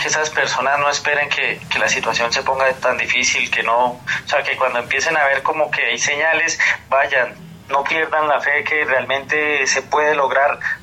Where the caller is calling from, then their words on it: Puerto Boyacá, Boyacá, Colombia; Los llamo de Puerto Boyacá, soy paciente de la Dorada Caldas.